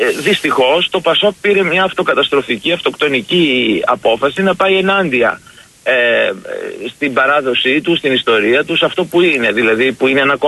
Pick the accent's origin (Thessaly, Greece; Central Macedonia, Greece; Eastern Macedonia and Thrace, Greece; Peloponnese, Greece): Central Macedonia, Greece; Thessaloniki; είμαστε και συμπατριώτες από Θεσσαλονίκη